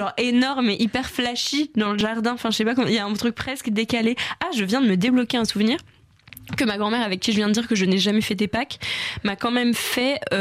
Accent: Paris, Île-de-France, France; j'étais petite, ma mère me cachait des œufs, mais j'ai grandi à Paris dans un appartement de 35 mètres carrés

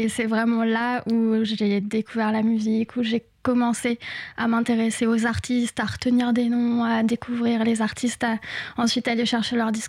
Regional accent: Tours, Centre-Val de Loire, France; moved away as an adult; now in Paris, France; je viens de Tours, donc les boîtes, c'était les boîtes de province

